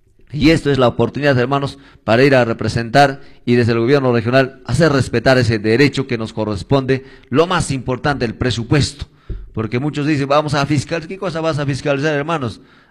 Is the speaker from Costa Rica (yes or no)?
no; Cusco, Peru; de nuestro gobierno regional que nos corresponde a los chumbilcanos por derecho, hermanos, porque somos cusqueños.